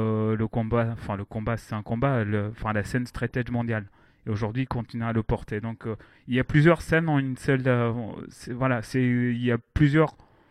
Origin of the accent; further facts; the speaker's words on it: Rennes, Brittany, France; je suis juste rennais, ça suffit à. J'ai grandi à Rennes